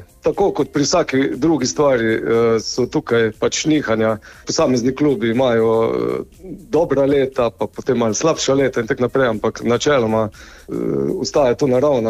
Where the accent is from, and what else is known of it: Carinthia, Slovenia